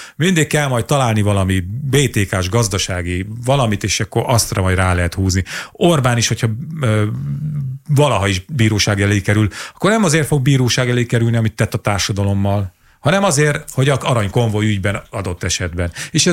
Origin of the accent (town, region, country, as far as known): Borsod-Abaúj-Zemplén, Hungary; born or raised there; moved away